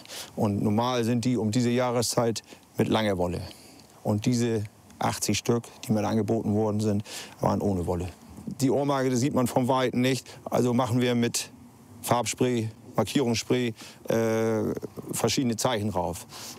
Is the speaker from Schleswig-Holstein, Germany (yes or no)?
yes; Dithmarschen, Schleswig-Holstein, Germany; weil ich hier vor Ort bin, ja aus Dithmarschen komme